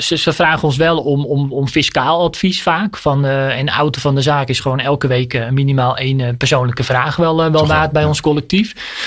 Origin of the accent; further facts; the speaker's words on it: North Holland, Netherlands; Maar er zijn zat bouwvakkers in West-Friesland, waar ik vandaan kom.